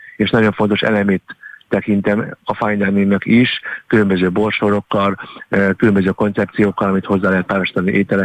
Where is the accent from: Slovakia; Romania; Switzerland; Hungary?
Hungary; Én Magyarországon születtem, Magyarországon éltem, Magyarországon nevelkedtem